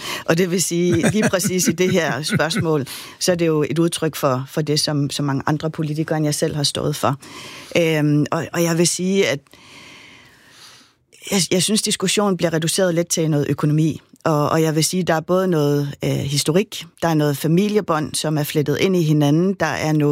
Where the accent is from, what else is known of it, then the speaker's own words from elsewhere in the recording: Greenland; now in Greenland and Denmark; jeg var bare vokset op i hele min barndom og hele min ungdom i Grønland